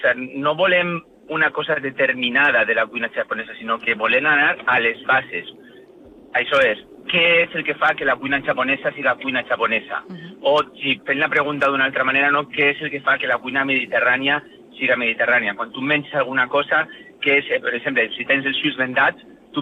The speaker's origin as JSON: {"language": "Catalan", "region": "Valencian Community", "country": "Spain", "said": "Jo soc de la terreta, sí, en valencià està perfecte."}